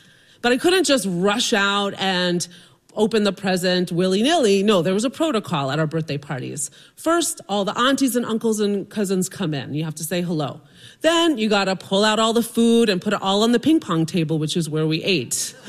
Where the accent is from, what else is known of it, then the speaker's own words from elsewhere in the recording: Palestine; I would say, I'm Palestinian. My parents are from Palestine, which to them meant I was either Pakistani or a terrorist.